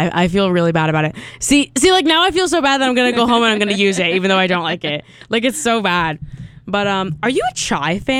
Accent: New Jersey, United States; Well, I'm from New Jersey.

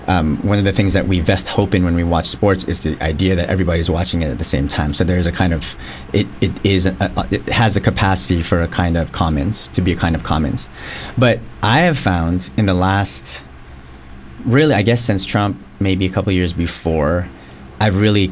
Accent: Toronto, Ontario, Canada; I'm somebody who grew up, I'm from Toronto, lifelong Raptors fan

